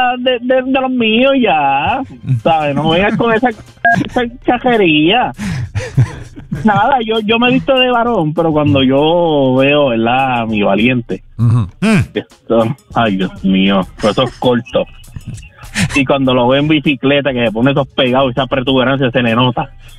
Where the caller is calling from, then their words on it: Cidra, Puerto Rico; Mira que estamos en sequía en Sidra.